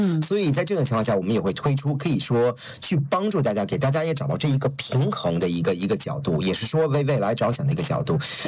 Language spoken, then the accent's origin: Chinese; China; moved away; 我作为一个中国人，作为一个华人